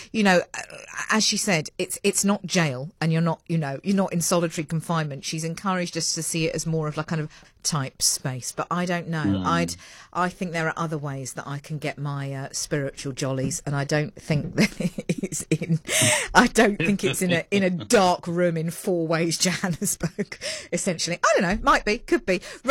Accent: Surrey, South East England, United Kingdom; where I grew up in Surrey. It's quite leafy and green.

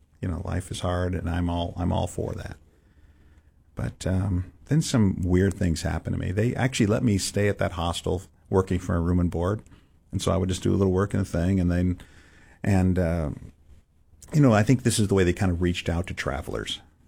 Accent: San Francisco, California, United States; I'm growing up in San Francisco, so it's not like you're not in the middle of church culture.

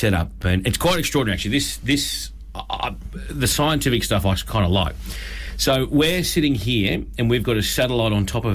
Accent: Brisbane, Queensland, Australia; moved away; I grew up in Brisbane

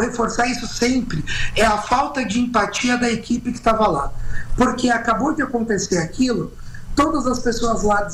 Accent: São Paulo, Brazil; Eu sou do litoral, aqui da Baixada.

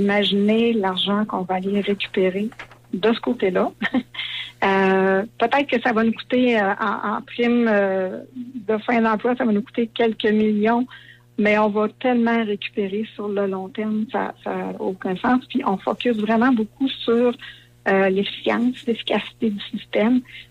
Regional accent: Notre-Dame-du-Lac, Quebec, Canada; Nous, parce que je viens de Notre-Dame-du-Lac, fait que je suis désolée.

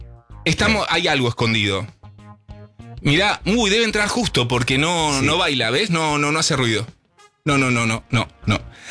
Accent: San Martín, Argentina; born there; Y bueno, viste, soy nacido en San Martín.

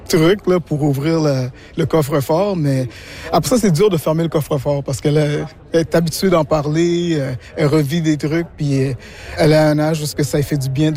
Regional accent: Quebec, Canada; puisque je suis Québécois d'origine haïtienne

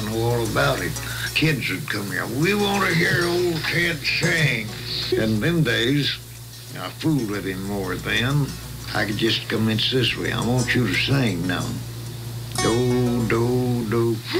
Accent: Texas, United States; born there; moved away as an adult; now in California, United States

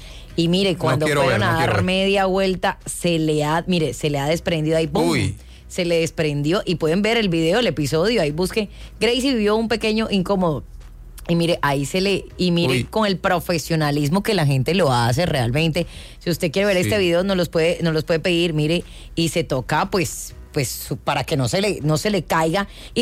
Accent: Colombia; Yo soy colombiana.

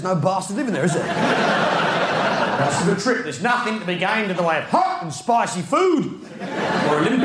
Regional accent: United Kingdom; Because you're a Yank and I'm British, yeah?

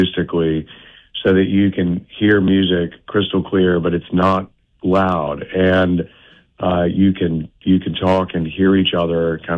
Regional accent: Birmingham, Alabama, United States; I was born and raised in Birmingham, loved the city, always fascinated by the city.

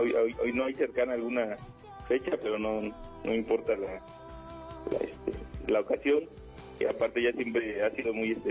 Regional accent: Tehuacán, Puebla, Mexico; now in Tula, Mexico; nosotros somos originarios de Tehuacán, Puebla, nos venimos a vivir aquí a Tula por trabajo.

